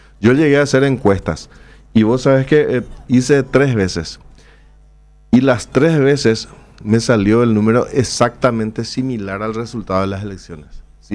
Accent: Paraguay; somos paraguayos.

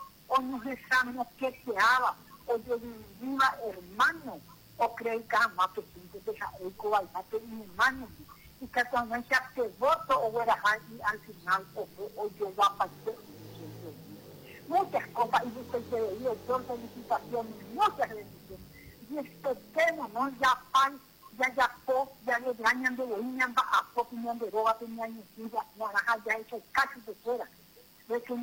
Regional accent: Paraguay; somos paraguayos, tenemos que sentar con nuestros hijos

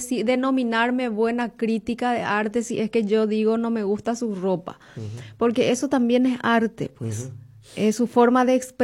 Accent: Paraguay; Y que eso no nos identifica como paraguayos.

